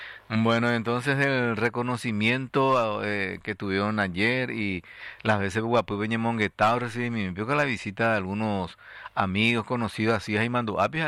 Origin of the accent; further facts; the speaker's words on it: Paraguay; somos todavía paraguayos hoy día, ¿verdad?